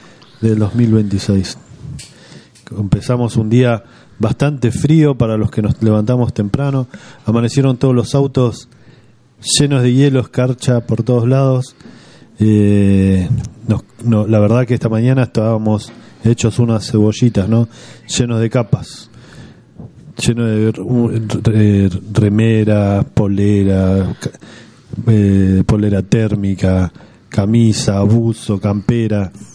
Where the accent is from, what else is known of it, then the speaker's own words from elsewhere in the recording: Argentina; nosotros como argentinos